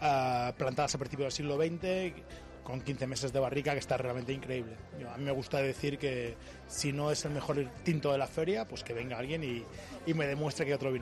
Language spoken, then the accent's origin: Spanish; Rejas de San Esteban, Castile and León, Spain; now in Madrid, Spain; porque nosotros somos de aquí. Yo vivo en Madrid, yo soy de Rejas, vivo en Madrid.